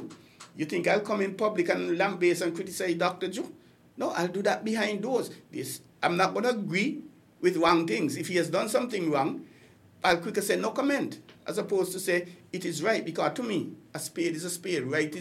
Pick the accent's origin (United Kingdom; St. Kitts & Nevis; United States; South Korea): St. Kitts & Nevis; Sandy Point Town, Saint Anne Sandy Point; I'm from Sandy Point.